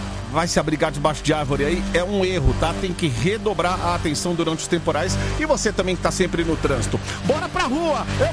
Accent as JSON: {"language": "Portuguese", "town": "Osasco", "region": "São Paulo", "country": "Brazil", "tie": "born or raised there", "said": "Vocês sabiam que eu nasci em Osasco, sou osasquense, hein?"}